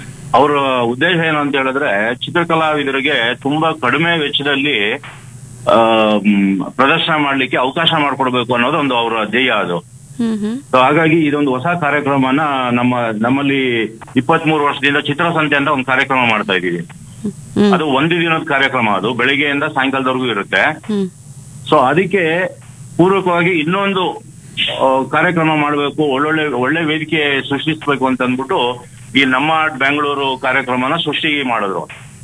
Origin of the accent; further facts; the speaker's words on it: Tarikere, Karnataka, India; moved away as an adult; now in Bengaluru, India; ನಾನು ಮೂಲತಃ ಚಿಕ್ಕಮಗಳೂರು ಜಿಲ್ಲೆ ತರೀಕೆರೆ ಅವನು.